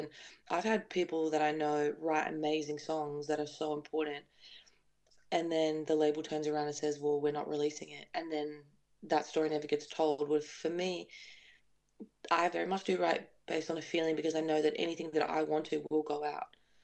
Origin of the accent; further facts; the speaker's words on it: Tasmania, Australia; honestly privileged to be able to come from a place that supports me so much, especially growing up in Tassie.